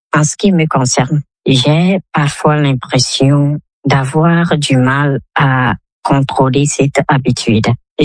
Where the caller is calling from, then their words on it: Togo; J'ai 34 ans et je vis à Diokopé, dans la préfecture de Vaud, au Togo.